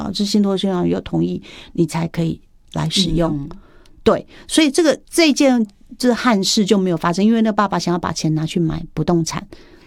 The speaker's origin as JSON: {"language": "Chinese", "country": "Taiwan", "said": "我们台湾人"}